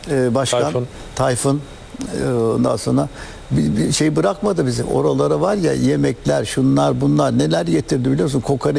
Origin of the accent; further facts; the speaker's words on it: Kocaeli, Turkey; Kocaeli hemşerim.